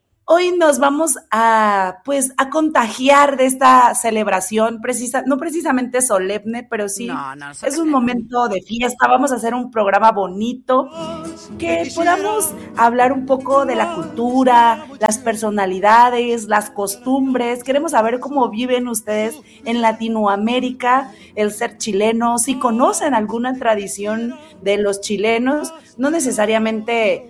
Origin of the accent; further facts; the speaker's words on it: Veracruz, Mexico; Fíjate, acá en México, o sea, en el estado de Veracruz, de donde yo soy, es también muy típico la empanada